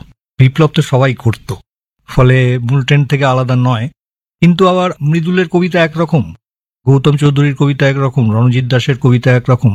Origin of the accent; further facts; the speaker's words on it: Kolkata, West Bengal, India; আমার প্রিয় বন্ধু প্রবুদ্ধ মিত্র, যে বাগবাজারেই থাকে, আমার বাড়ি বাগবাজারে